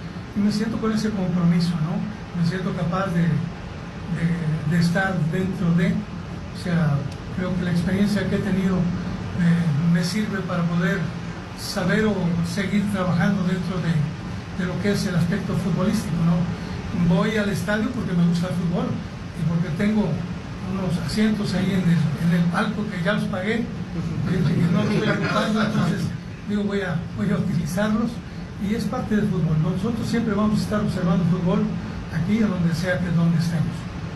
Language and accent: Spanish; Tampico, Tamaulipas, Mexico; now in Monterrey, Mexico; prácticamente yo ya soy más regiomontano, soy tampiquense, pero hoy ya me considero regio, literalmente, ¿no? Por los años que llevo viviendo ya en la localidad.